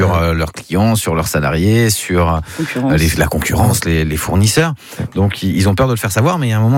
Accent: Mayenne, Pays de la Loire, France; chez nous en Mayenne

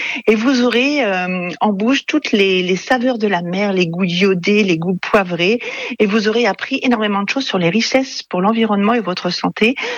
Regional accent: Yport, Normandy, France; je suis d'Yport.

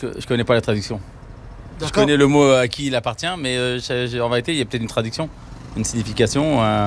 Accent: Paris, Île-de-France, France; Ah, moi, je suis sur Terre depuis 56 ans. J'habite le 20e arrondissement depuis 56 ans.

